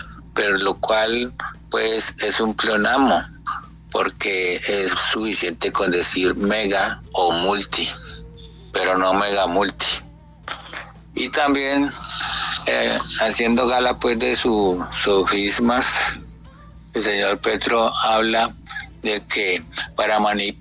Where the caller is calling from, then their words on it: Cali, Valle del Cauca, Colombia; le hablo desde Cali